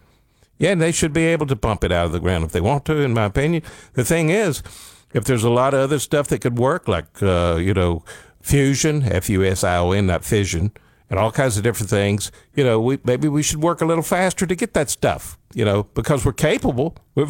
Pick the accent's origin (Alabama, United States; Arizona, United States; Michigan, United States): Alabama, United States; I grew up in Northeast Alabama on a mountain.